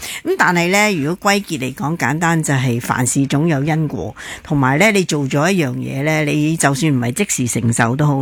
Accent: China; 我哋系中国人就唔知道人哋啊西方有啲乜嘢啊历史背景

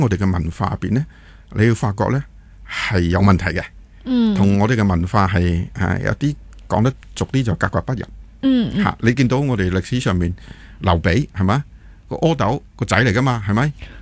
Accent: Hong Kong

